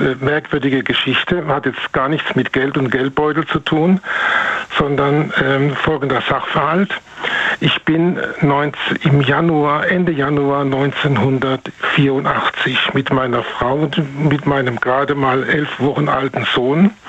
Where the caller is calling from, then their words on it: North Rhine-Westphalia, Germany; aus dem Rhein-Sieg-Kreis.